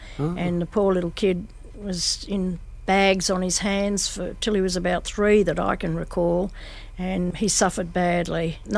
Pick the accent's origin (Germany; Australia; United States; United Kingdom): Australia; Harvey, Western Australia; We spent our schoolhood days here in Harvey. Aud and I were not what you'd call brilliant students. We were just not quite 15 when we left school.